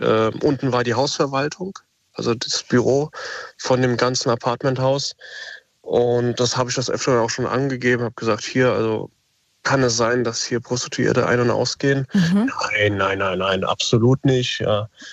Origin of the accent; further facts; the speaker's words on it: Wiesbaden, Hesse, Germany; Zweite Geschichte natürlich, ich komme aus Wiesbaden.